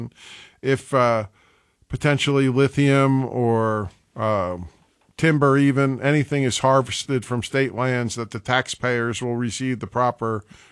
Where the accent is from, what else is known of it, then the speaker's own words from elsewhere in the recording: New Jersey, United States; moved away as an adult; also born or lived in New York City; now in Arkansas, United States; I was born in New York City, actually, and grew up in Jersey